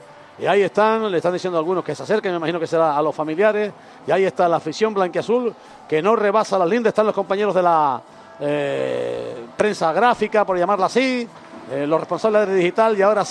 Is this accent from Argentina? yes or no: no; Puerto de la Cruz, Canary Islands, Spain; Me recuerda a la ñamera de mi pueblo, la Plaza del Charco.